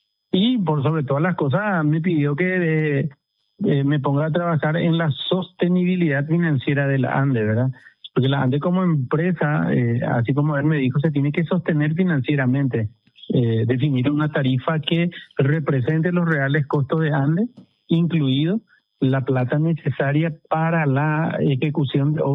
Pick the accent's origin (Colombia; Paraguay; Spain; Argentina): Paraguay; como todo paraguayo de bien